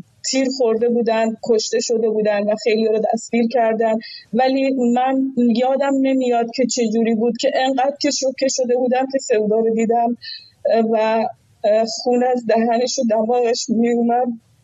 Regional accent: Iran

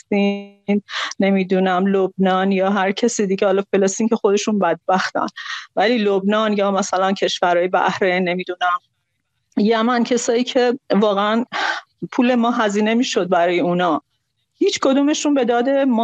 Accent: Khuzestan, Iran; با این حال که خودم خوزستانیم، خیلی از فامیلام تو خوزستانن، برادرم که پدر جاوید نامه الان توی اندیمشک داره کار میکنه

